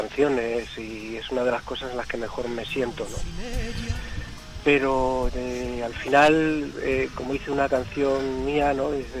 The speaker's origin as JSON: {"language": "Spanish", "region": "Extremadura", "country": "Spain", "said": "ser extremeño, la verdad que es un privilegio."}